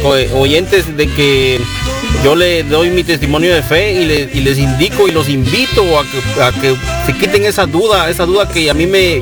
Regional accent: Todos Santos Cuchumatán, Huehuetenango, Guatemala; Yo lo visito de Todos Santos de Huehuetenango, maestro.

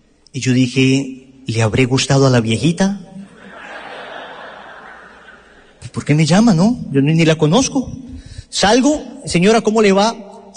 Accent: Colombia; decimos en Colombia, en mi tierra, la repetición de la repetidera.

